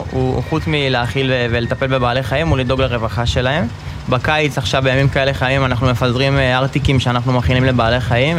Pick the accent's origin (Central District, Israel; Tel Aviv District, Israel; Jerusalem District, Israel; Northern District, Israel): Central District, Israel; נולדתי במושב, תמיד גדלתי בסביבת בעלי חיים.